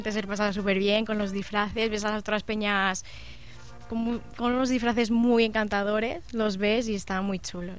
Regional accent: Cañada, Valencian Community, Spain; Pues para mí es un orgullo representar a mi pueblo de Cañada como reina.

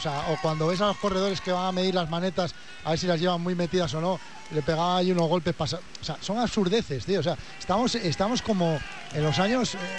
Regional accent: Asturias, Spain; Acordaros hace muchos años, Vuelta a Asturias, allí en mi pueblo.

